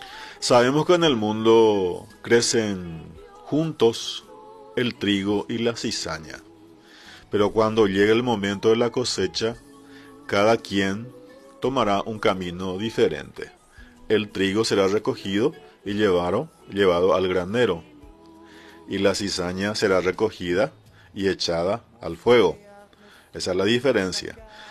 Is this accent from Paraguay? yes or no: yes; Paraguay